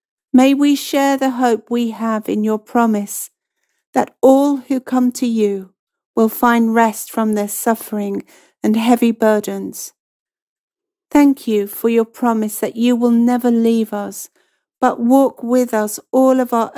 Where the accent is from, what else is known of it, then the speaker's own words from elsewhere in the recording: East of England, United Kingdom; I'm from Cambridgeshire.